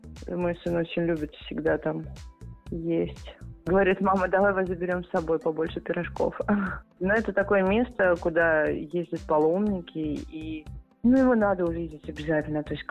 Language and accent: Russian; Moscow, Russia; born there; Я родилась в Москве, и могу сказать, что достойно и очень уютно и комфортно.